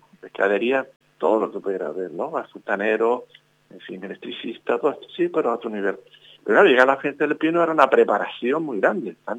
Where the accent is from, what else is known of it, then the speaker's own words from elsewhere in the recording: Teror, Canary Islands, Spain; Yo sigo empadronado en Teror, yo voto en Teror, mantenemos nuestra casa tradicional en Teror. Yo nací en Teror, nací en la casa donde estamos en Teror, también mis hermanos, y estoy muy ligado al pueblo